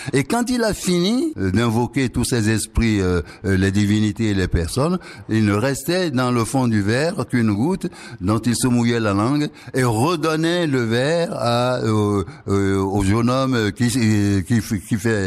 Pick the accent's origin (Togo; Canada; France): Togo; now in Greenland; Je n'ai jamais vu ça chez moi au Togo.